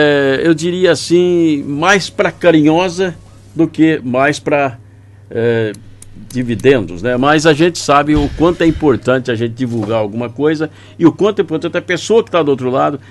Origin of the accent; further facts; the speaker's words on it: Itararé, São Paulo, Brazil; ele é itararense, né? Como eu, a gente foi criado em Itararé, nascemos aqui